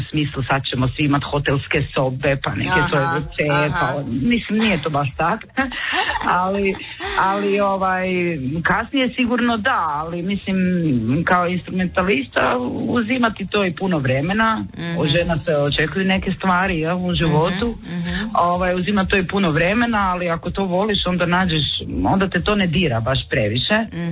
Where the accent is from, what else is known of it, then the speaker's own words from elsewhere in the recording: Croatia; ta metal scena je ipak puno jača vani nego kod nas u Hrvatskoj, da.